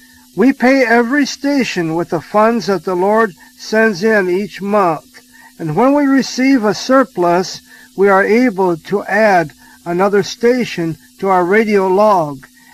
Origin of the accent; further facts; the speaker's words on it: Ohio, United States; moved away as an adult; now in San Benito, Texas, United States; I'm from Ohio originally, and that's how I got down here, by coming by faith to be a missionary.